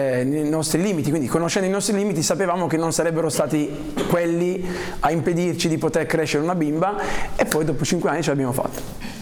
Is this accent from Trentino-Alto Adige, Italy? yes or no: yes; Bolzano, Trentino-Alto Adige, Italy; Sono di Bolzano, no?